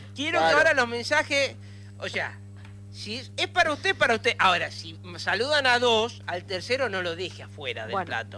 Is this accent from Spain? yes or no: no; Paraguay; Sí, pero tengo una gana de decir Paraguay, yo soy muy paraguayo.